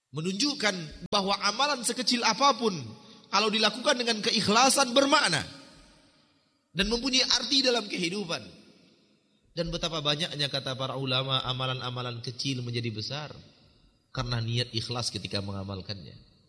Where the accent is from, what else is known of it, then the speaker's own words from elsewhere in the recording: Sumatra, Indonesia; moved away; kami orang Sumatera